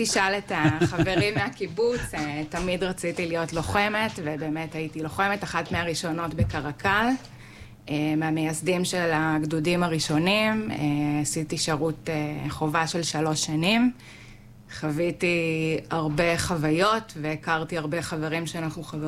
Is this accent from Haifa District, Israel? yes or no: no; Nachshon, Central District, Israel; בת 40. נולדתי בקיבוץ נחשון ואני גר שם עד היום.